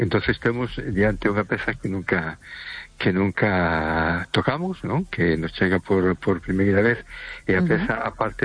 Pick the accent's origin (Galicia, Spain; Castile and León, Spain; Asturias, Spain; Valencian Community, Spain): Galicia, Spain; A Coruña; Hola, buenas noches. … de Coruña.